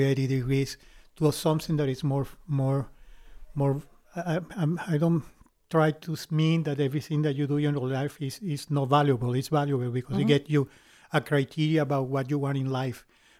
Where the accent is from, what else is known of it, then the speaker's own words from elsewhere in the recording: Venezuela; English is a second language; moved away as an adult; now in Austin, United States; Everyone knows I am original from Venezuela, so I came here back in 2006, and I was working on the corporate world and being transferred here for job reasons.